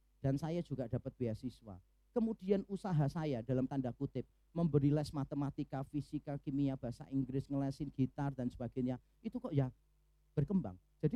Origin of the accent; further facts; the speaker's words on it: Semarang, Central Java, Indonesia; Besok papa ke Surabaya, saya berasal dari Semarang.